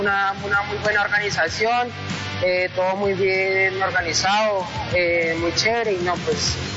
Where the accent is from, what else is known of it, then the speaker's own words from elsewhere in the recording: Zipaquirá, Cundinamarca, Colombia; born there; now in Bogotá, Colombia; vengo de Bogotá, soy nacido de Zipaquirá.